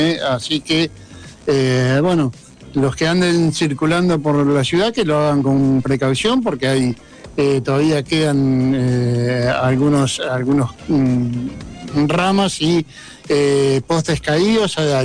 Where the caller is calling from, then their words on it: Concepción del Uruguay, Entre Ríos, Argentina; yo no recuerdo uno tan fuerte aquí en nuestra ciudad a lo largo de mi vida